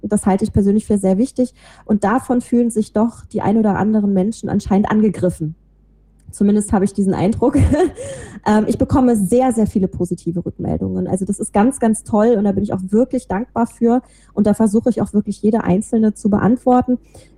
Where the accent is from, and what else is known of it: Rhineland, Germany; born or raised there